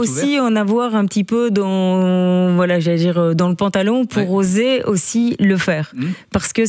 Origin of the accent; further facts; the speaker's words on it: Liège, Wallonia, Belgium; je suis liégeoise. Et donc, je suis un petit peu liégeoise.